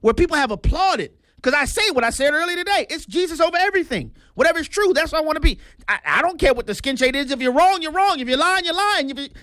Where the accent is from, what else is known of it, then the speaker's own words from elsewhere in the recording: New Orleans, Louisiana, United States; Like I said, I'm from New Orleans. When I was growing up in New Orleans was the murder capital of the world.